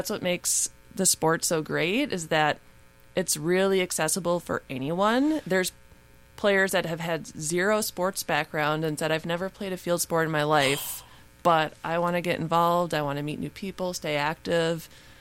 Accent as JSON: {"language": "English", "country": "Ireland", "said": "And we had Emer there as another Irish coach, and so it was great to have all these players that we're all family, but then to have that support willing to come to Ireland and support us"}